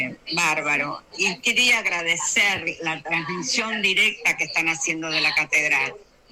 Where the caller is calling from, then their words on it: Buenos Aires, Argentina; de Barrio de Flores.